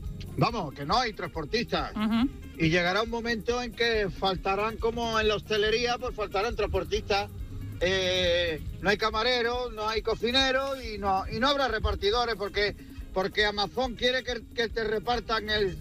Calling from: Cádiz, Andalusia, Spain; de Cádiz.

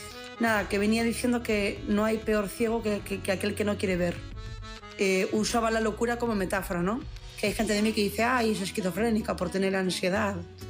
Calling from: Marín, Galicia, Spain; Soy … de Marín.

